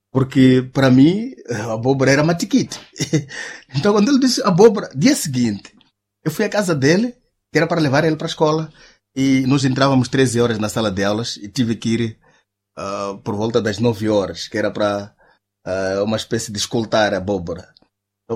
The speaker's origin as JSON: {"language": "Portuguese", "town": "Gondola", "region": "Manica", "country": "Mozambique", "tie": "born or raised there", "first_language": "Chute", "second_language": "Portuguese", "moved": "yes"}